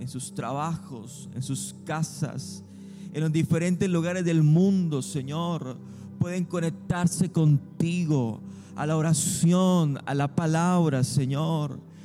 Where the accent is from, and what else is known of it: Colombia